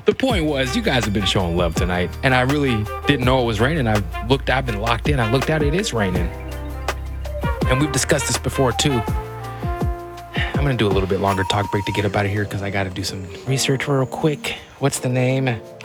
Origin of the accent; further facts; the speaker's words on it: Seattle, Washington, United States; Just because I'm from Seattle don't mean I want to get wet.